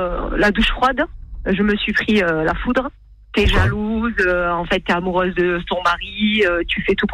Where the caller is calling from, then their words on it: Carcassonne, Occitanie, France; Oui, je suis de Carcassonne.